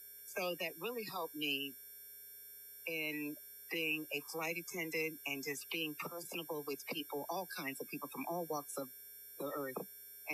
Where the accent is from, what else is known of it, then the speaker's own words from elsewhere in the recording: Frankfurt, Hesse, Germany; also born or lived in Darmstadt / Italy; Okay. Well, I'm an Army brat. I like to get that out the way first. I grew up in Germany, Frankfurt, Darmstadt.